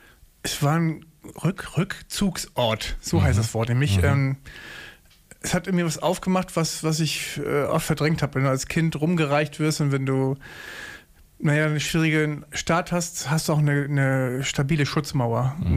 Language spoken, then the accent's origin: German; Ratekau, Schleswig-Holstein, Germany; born there; also born or lived in Berlin; now in Lübeck, Germany